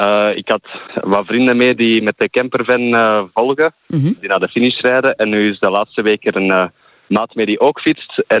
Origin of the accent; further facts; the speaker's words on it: Herenthout, Flanders, Belgium; Ik kom zelf van Herentouw, dus niet ver van Herentals.